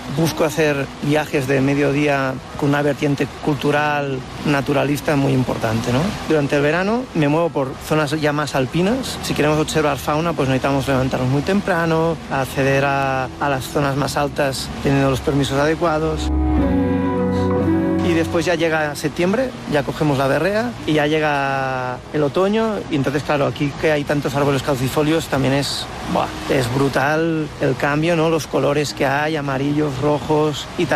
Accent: Barcelona, Catalonia, Spain; born there; moved away as an adult; now in Tornafort, Spain; Soy nacido en Barcelona, pero ya desde hace unos 15 años que vivo aquí en el Pallars Sobirá, en un pueblecito muy pequeño del Pirineo de Lleida, que se llama Tornafort.

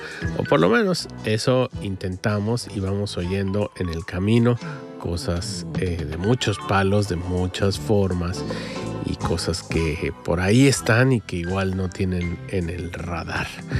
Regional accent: Mexico; Este tremendo proyecto es un disco que viene de México, de mi tierra

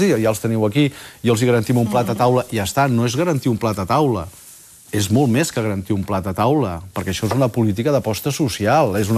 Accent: Catalonia, Spain; born there; Bueno, jo he nascut a Catalunya...

